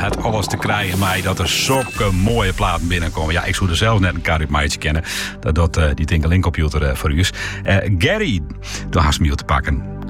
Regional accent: Friesland, Netherlands; Ik kom uit Friesland

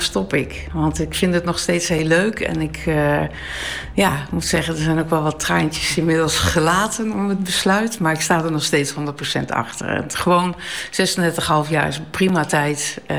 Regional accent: Zutphen, Gelderland, Netherlands; moved away as an adult; also born or lived in Utrecht; Ik ben geboren in Zutphen. En dat is vrij bosrijk allemaal. Dus ja, dan groei je daarin op. En dan ben je dat eigenlijk gewend. En na mijn studie in Utrecht ben ik weer teruggegaan naar Zutphen.

